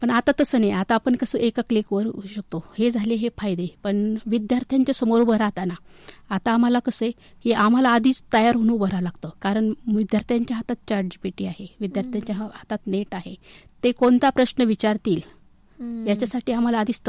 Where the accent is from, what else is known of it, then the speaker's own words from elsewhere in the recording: Loni, Maharashtra, India; मी लोणी प्रवारनगरची.